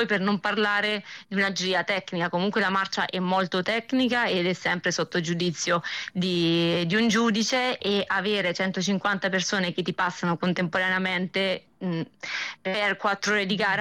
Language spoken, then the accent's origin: Italian; Ostia, Lazio, Italy; E l'Italia, io sono di Ostia